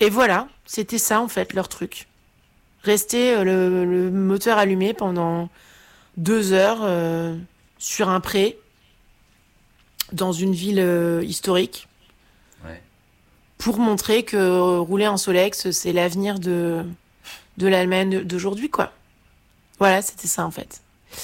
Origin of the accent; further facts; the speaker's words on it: Caen, Normandy, France; moi je viens de Caen en fait.